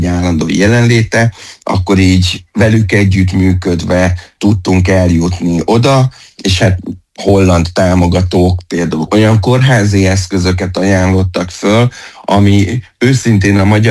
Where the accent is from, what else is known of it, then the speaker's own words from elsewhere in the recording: Hungary; ott is tudják, hogy Magyarországról vagyunk, ott is a döntéshozók tudták, hogy reformátusok vagyunk